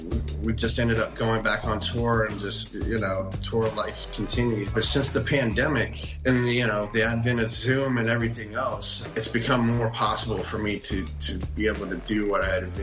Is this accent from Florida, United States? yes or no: yes; Jacksonville, Florida, United States; I grew up in Jacksonville, Florida. Life was, it's a pretty interesting town there. It was a smaller town that's trying to be a big city.